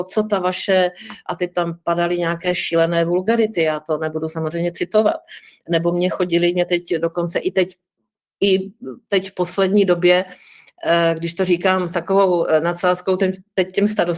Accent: Moravia, Czechia; Ale já jsem skutečně hodná holka z Moravy

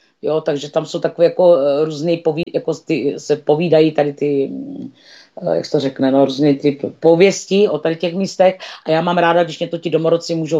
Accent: Moravia, Czechia; My jsme z Moravy.

